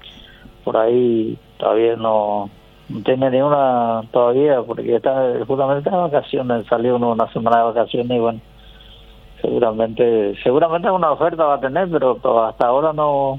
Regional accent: Coronel Martínez, Guairá, Paraguay; born there; Nosotros nacimos en Coronel Martínez.

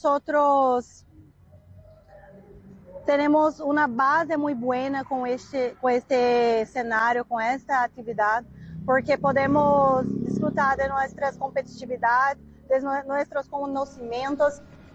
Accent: Goiânia, Goiás, Brazil; Spanish is a second language; moved away as an adult; now in Pedro Juan Caballero, Paraguay; para nosotros que somos brasileños y vivimos nuestras vidas enteras allá

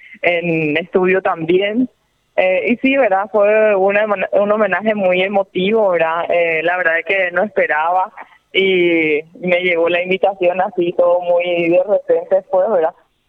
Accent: Paraguay; also born or lived in Spain / Brazil; Cuando vine de España directamente con mi registro de homologación de España, conseguí entrar en el programa Más Médico, ¿verdad? En Brasil, antes de venir a Paraguay, ¿verdad? Entonces después, en el 2020 conseguí por primera vez trabajar en mi país, ¿verdad?

